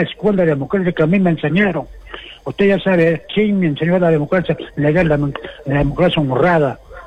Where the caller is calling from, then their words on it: Arequipa, Peru; yo soy de Selva Alegre, yo ya tengo mi edad ya